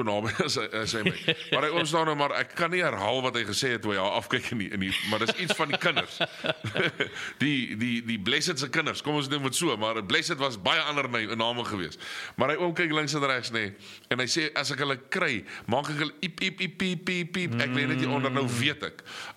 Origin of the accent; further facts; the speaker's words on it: Aberdeen, Eastern Cape, South Africa; ek het in Aberdeen groot geword.